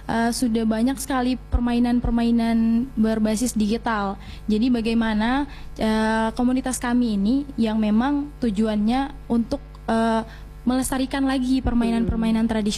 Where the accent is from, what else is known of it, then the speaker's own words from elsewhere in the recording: Ternate, North Maluku, Indonesia; Dari Ternate.